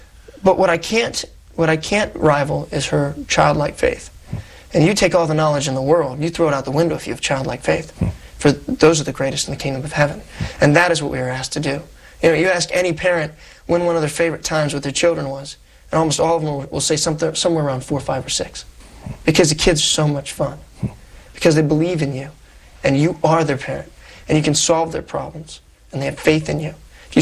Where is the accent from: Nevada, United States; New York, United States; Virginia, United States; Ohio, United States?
Ohio, United States; Columbus; Born and raised in Columbus, Ohio.